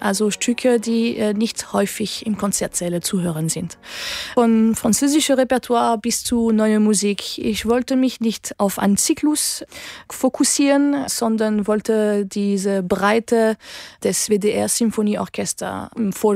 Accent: Chartres, Centre-Val de Loire, France; Ich bin in Chartres, in der Nähe von Paris, aufgewachsen und habe sehr, sehr viel Zeit in dieser schönen Kathedrale verbracht.

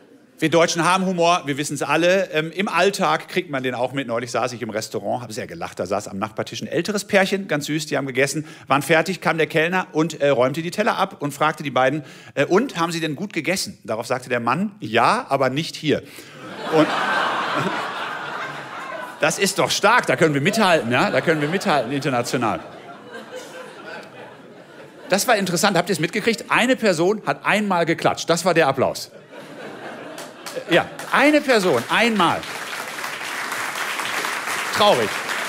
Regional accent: Haltern am See, North Rhine-Westphalia, Germany; und habe auf der Bühne, so wie heute gesagt, ich komme aus Haltern am See.

